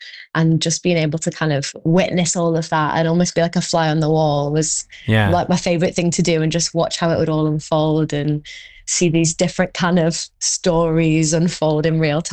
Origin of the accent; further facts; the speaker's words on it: Morecambe, North West England, United Kingdom; growing up in Morecambe was great. I mean, I think it's just a very unique childhood, like being from like a small kind of forgotten seaside town